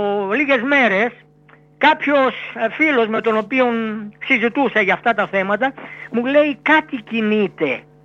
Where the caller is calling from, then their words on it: Kallithea, Attica, Greece; από Καλλιθέα Περιστέρια.